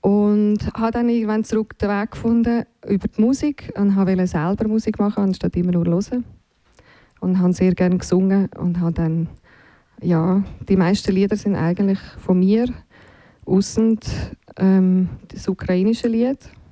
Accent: Bosnia & Herzegovina; now in Switzerland; ich bin ja Sängerin und ich komme aus Bosnien

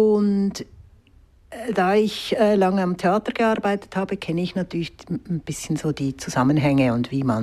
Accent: Zurich, Switzerland; komme aus Zürich, aus der Stadt.

